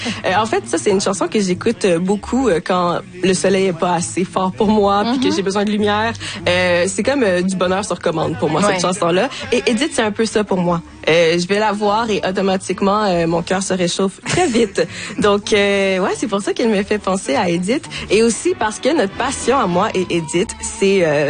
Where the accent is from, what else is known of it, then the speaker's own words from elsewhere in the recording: Haiti; Ben c'est ça, je suis haïtienne